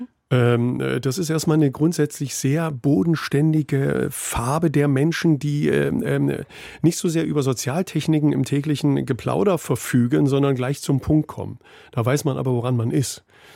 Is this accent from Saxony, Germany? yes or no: yes; Bautzen, Saxony, Germany; Und dann bin ich in meine Heimatstadt Bautzen gefahren